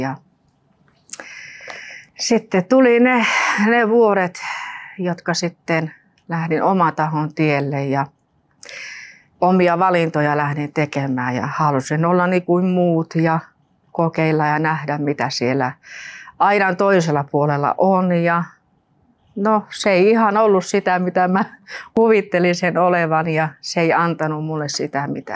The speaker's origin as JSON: {"language": "Finnish", "town": "Rovaniemi", "region": "Lapland", "country": "Finland", "also_born_or_lived": "Nurmes", "lives_now": "Espoo, Finland", "said": "Mä oon tuolta Rovaniemeltä kotoisin. Ja sitten me ollaan Nurmiksesta muutettu tänne Espoon puolelle."}